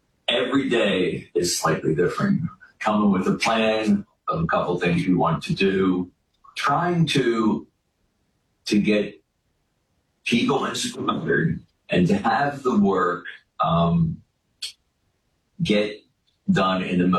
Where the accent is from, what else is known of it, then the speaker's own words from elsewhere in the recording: Philadelphia, Pennsylvania, United States; I'm from the Philadelphia area.